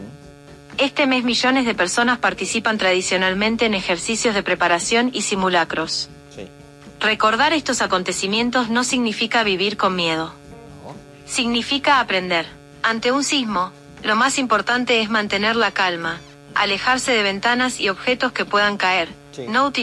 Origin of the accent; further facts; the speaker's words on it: Argentina; now in Mexico; la argentina más mexicana.